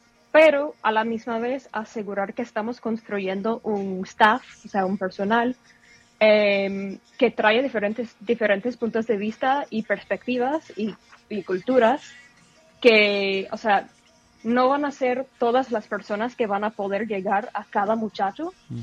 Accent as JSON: {"language": "Spanish", "region": "New York", "country": "United States", "tie": "born or raised there", "said": "yo crecí en Nueva York."}